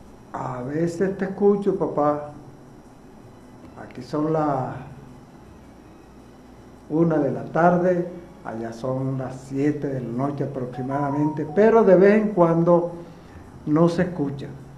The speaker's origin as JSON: {"language": "Spanish", "area": "Margarita Island", "region": "Nueva Esparta", "country": "Venezuela", "moved": "yes", "lives_now": "El Tigre, Venezuela", "said": "Yo soy margariteño."}